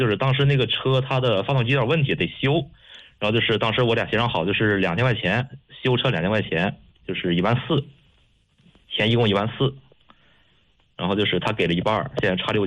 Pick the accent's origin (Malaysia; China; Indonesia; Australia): China; Gaocheng, Hebei; 我是藁城这边。